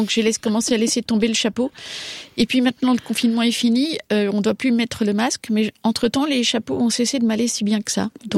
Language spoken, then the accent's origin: French; Japan; also born or lived in Belgium; Je disais que je venais du Japon et je suscitais la perplexité dans le regard de mon vis-à-vis, mais j'étais persuadée d'avoir raison et je me sentais profondément japonaise.